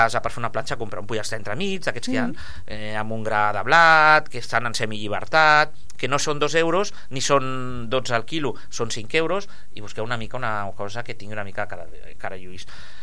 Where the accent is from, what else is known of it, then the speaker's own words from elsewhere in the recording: Catalonia, Spain; som catalans, som de porc, hem vingut néixer amb els porcs a sota casa